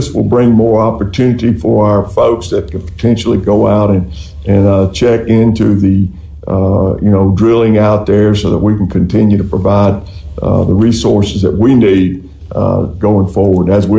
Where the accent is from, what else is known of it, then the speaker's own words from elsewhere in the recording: Mississippi, United States; Because as we all know, growing up on the Mississippi Gulf Coast, we love to fish.